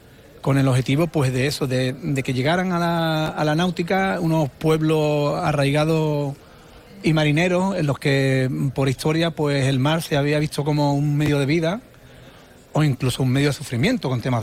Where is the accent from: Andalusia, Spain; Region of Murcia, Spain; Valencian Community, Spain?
Andalusia, Spain; Isla Cristina; Yo soy de Isla Cristina